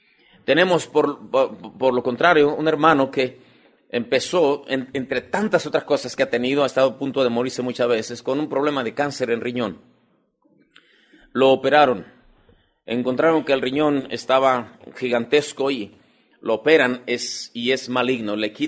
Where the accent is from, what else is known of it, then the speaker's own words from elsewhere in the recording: Mexico; Como mexicanos, como hispanos